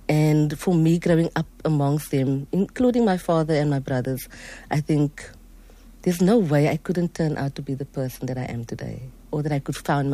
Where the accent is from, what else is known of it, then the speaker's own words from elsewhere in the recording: Mitchell's Plain, Western Cape, South Africa; And growing up in Mitchell's Plain and having to deal with the social ills and then the station strangler. And just, I grew up in that era.